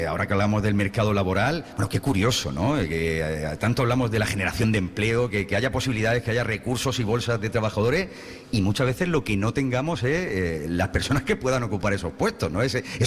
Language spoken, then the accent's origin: Spanish; El Ejido, Andalusia, Spain; yo vengo de Elegido, como bien sabe, allí se presume mucho Almerimar